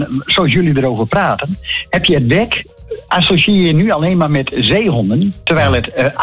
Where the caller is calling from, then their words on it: Groningen, Netherlands; als Groninger weet je natuurlijk wel een beetje het hele Waddenzee gebeuren.